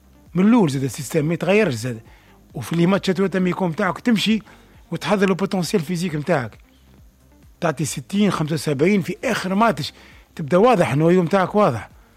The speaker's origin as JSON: {"language": "Arabic", "country": "Tunisia", "said": "اني لهنا كتونسي"}